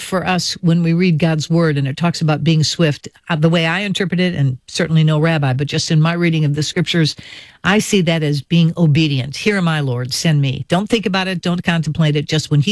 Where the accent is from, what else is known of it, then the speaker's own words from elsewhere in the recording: United States; We don't have them in the States.